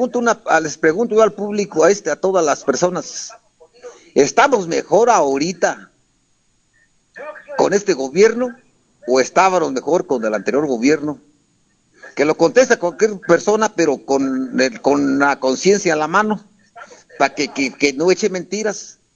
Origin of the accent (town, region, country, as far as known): Mexico